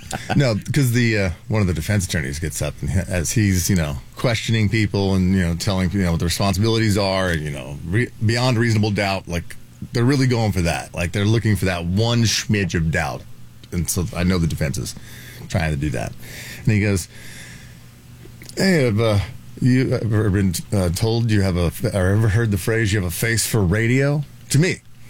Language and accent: English; Terre Haute, Indiana, United States; Columbia House was located in Terre Haute, Indiana.